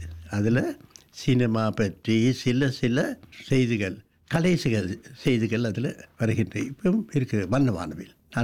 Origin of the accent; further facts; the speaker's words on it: Sri Lanka; first language Sinhala; Tamil is a second language; எனது தாய்மொழி சிங்களம், ஆனால் தமிழும் என்னது எனது இரண்டாவது தாய்மொழி நான் கூற விரும்புகின்றேன்.